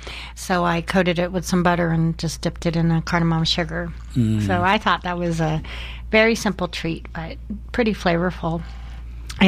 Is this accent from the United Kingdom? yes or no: no; Philippines; I'm Filipino